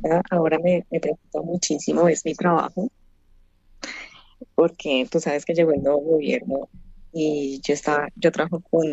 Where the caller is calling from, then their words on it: Ibagué, Tolima, Colombia; yo soy de Ibagué.